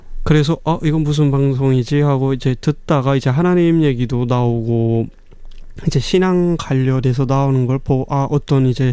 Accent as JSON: {"language": "Korean", "country": "North Korea", "tie": "born or raised there", "lives_now": "South Korea", "said": "제가 지금 현재 남한에서 살고 있는 이제 청년으로서 이제 제가 제 고향을 상상해 보면"}